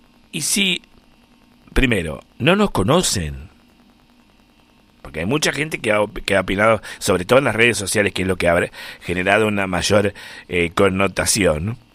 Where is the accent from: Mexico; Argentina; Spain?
Argentina; porque soy argentino